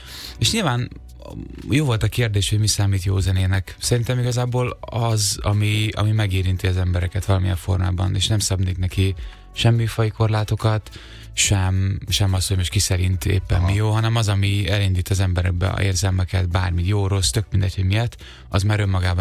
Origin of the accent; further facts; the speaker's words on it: Szentes, Csongrád-Csanád, Hungary; born there; 2002-ben, igen. Szentesen.